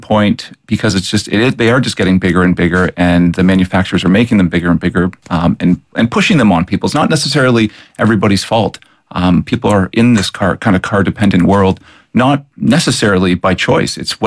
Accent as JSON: {"language": "English", "region": "Ontario", "country": "Canada", "said": "I'm from Ontario"}